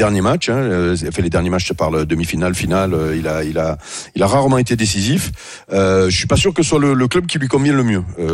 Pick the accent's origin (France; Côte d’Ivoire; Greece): France; on est français